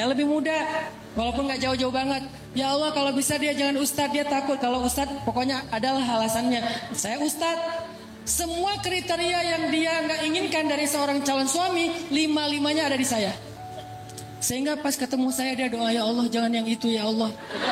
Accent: Aceh, Indonesia; now in West Java, Indonesia; sekarang alhamdulillah saya udah lama di Jawa Barat, di Sunda. Jadi orang pikir saya orang Bandung, aslinya Aceh.

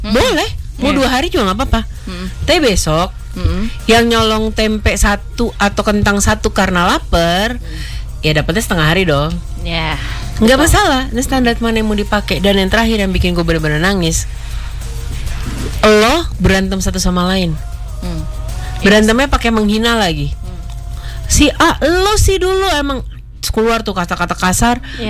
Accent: Germany; now in Indonesia; Kan gue lahir besar di Jerman dengan Pak Habibie dan segala macam.

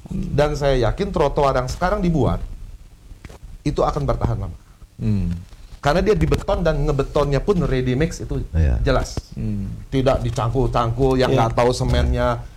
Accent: Bandung, West Java, Indonesia; Dari saya kecil Pak, dari saya lahir di Bandung.

